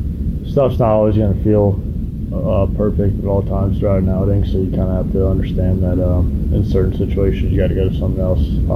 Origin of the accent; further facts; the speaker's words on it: the South, United States; we're two dudes from the South